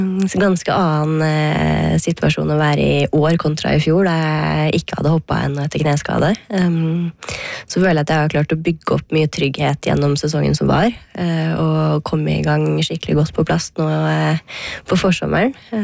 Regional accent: Hole, Buskerud, Norway; det første minnet som dukker opp fra hjemme i Hole

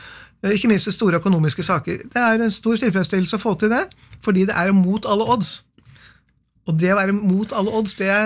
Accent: Kløfta, Akershus, Norway; born or raised there

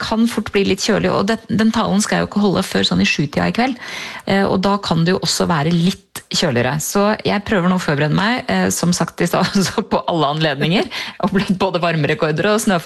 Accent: Strømmen, Akershus, Norway; Ikke akkurat i Oslo, men på Strømmen der jeg vokste opp, så var det alltid 17. mai-feiring nede på skolen

